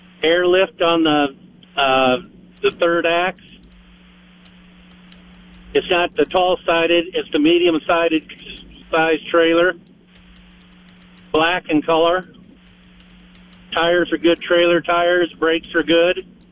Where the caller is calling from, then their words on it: Lake Park, United States; from Lake Park.